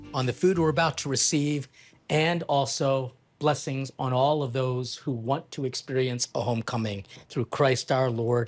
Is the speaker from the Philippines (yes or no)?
yes; Philippines; to help me remember the visit to my hometown. Nothing speaks of homecoming as a meal for me more than pansit, which is that really thin noodle. And as a homecoming dish, we always celebrated with long stranded noodles because, at least for the Philippines